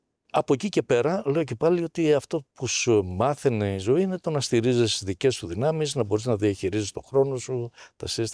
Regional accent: Peloponnese, Greece; Μεγάλωσα στο Μάνερ Αρκαδίας καταρχάς.

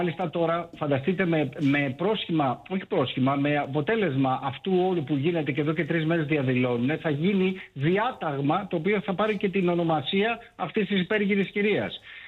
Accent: Greece; το έχουμε σαν Έλληνες να αργούμε να παίρνουμε τις αποφάσεις.

